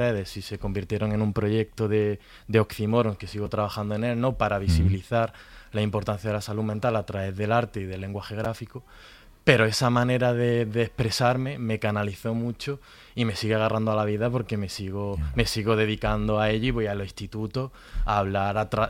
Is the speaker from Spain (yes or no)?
yes; Granada, Andalusia, Spain; yo soy de Granada, ¿no? O sea, que estamos al lado, ¿no?